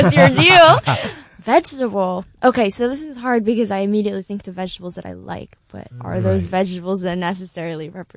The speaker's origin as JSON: {"language": "English", "area": "Long Island", "region": "New York", "country": "United States", "moved": "as an adult", "lives_now": "Poughkeepsie, United States", "said": "I'm from Long Island"}